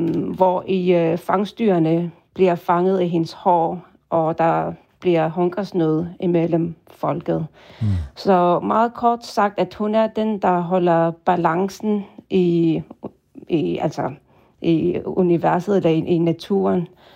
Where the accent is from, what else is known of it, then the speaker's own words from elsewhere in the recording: Qaqortoq, Kujalleq, Greenland; Og dem ser vi heller ikke i Qaqortoq, der hvor jeg kommer fra. Så, jeg tror, dem fra Nuuk, de ser lidt flere militærfolk i uniformer på gadebilledet, men det er ikke tilfældet der, hvor jeg kommer fra i Sydgrønland.